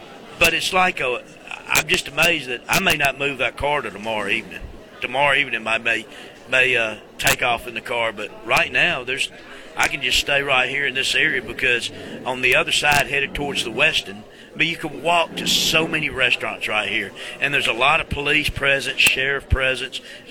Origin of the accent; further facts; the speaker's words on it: Alabama, United States; Yeah, it's just a great place to live too. I mean, growing up in Alabama, I wouldn't ask to grow up in any other state. It was just fantastic, and then living in Alabama, one, we're very hospitable.